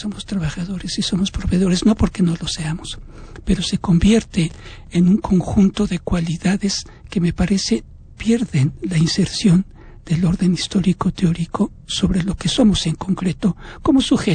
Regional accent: Puebla, Mexico; Estudié en la Universidad Autónoma de Puebla. Soy de Puebla.

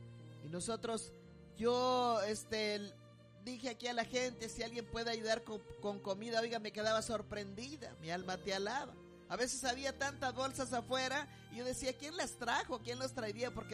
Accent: Mexico; moved away; Yo soy mexicana, pero pues ya me puse, ya no estoy impuesta al sol.

